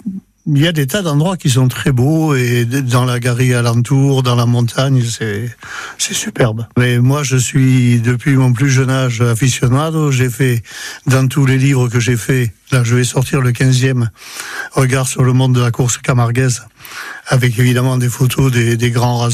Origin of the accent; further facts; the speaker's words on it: Occitanie, France; born there; Et déjà, moi, je suis né en Cévennes. Bon, je suis né plus haut, en Pays de Mine.